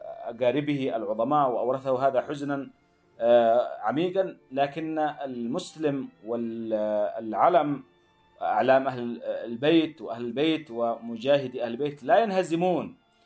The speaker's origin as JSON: {"language": "Arabic", "country": "Yemen", "said": "حلية دمائنا نحن كيمنيين"}